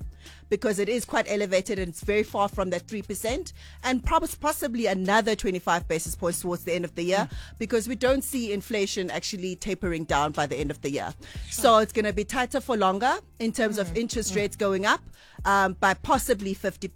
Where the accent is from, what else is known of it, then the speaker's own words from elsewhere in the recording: South Africa; So now as a South African, you look at your food basket, your services basket